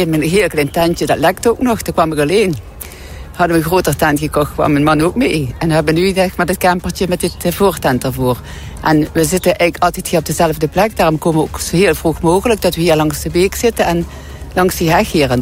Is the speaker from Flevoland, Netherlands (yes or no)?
no; Koningsbosch, Limburg, Netherlands; Ik kom uit Limburg in Nederland. Een plaatsje in een klein dorpje in Koningsbos aan de Duitse grens.